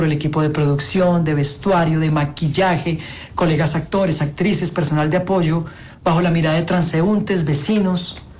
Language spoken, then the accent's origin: Spanish; Colombia; soy actor colombiano.